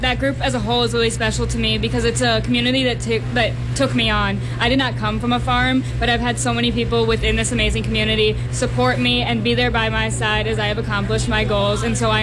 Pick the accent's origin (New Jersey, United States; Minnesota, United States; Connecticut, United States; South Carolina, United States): Minnesota, United States; I am from Steele County.